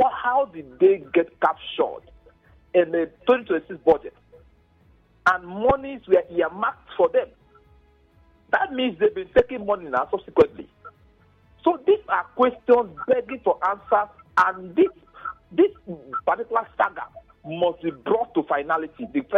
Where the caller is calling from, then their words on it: Bori, Rivers, Nigeria; I'm calling from Bori.